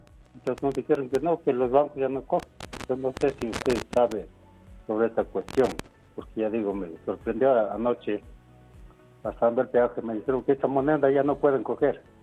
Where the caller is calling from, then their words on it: Quito, Pichincha, Ecuador; sector de Calderón.